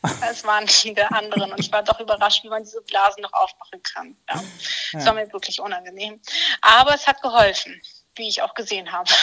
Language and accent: German; Oldenburg, Lower Saxony, Germany; Was ich durchaus als Oldenburger sagen kann, dass es eigentlich mit zu Oldenburg gehört, weil es auch die gleiche Vorwahl hat.